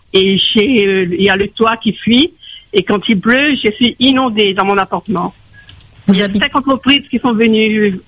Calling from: Saint-Joseph, Réunion; je suis à Saint-Chemin-Mer, la Forge à Saint-Joseph.

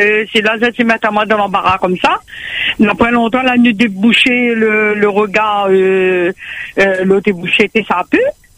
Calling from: Saint-Benoît, Réunion; J'habite à Brassilly-Saint-Benoît.

